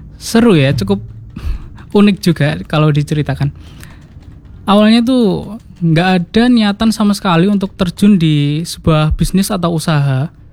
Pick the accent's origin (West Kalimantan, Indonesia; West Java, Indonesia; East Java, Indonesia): East Java, Indonesia; Kediri; moved away as an adult; now in Surabaya, Indonesia; Aslinya dari Kota Kediri.